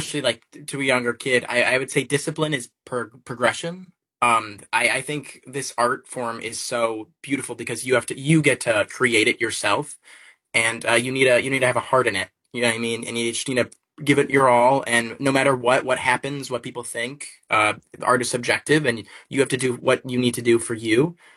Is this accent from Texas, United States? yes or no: no; Illinois, United States; Yeah, growing up in the South Suburbs of Chicago, I think it's the perfect place to live, in my opinion.